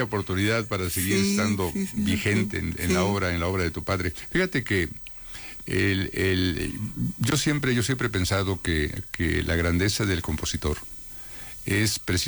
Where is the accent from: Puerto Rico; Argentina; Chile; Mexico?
Mexico; con un gran sabor de pertenencia, ¿no? Como sí, mexicanos.